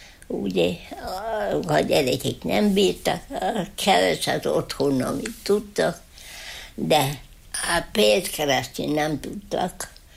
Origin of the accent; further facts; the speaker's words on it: Parád, Heves, Hungary; born there; Én itt születtem.